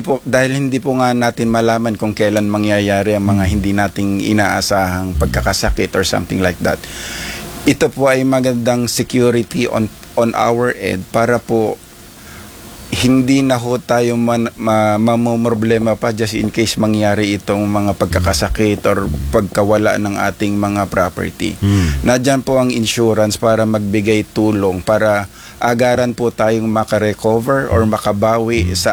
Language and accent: Tagalog; Ilocos Region, Philippines; Ilocano po ako, sir.